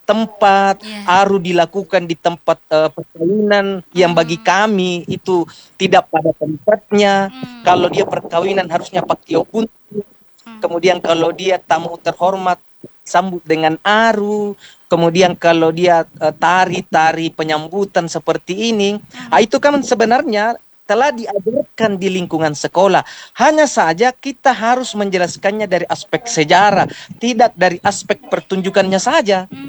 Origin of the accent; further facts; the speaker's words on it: South Sulawesi, Indonesia; kita ini orang suku Makassar, kita ini orang Makassar, kita ini punya bangsa Makassar, kita punya kelong Mangkasara, kita punya aksara Mangkasara